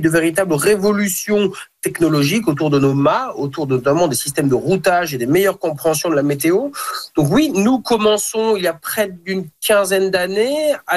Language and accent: French; Quebec, Canada; le café, par définition, quand on est québécois, bah, vient de loin, comporte en lui du pétrole, beaucoup, massivement.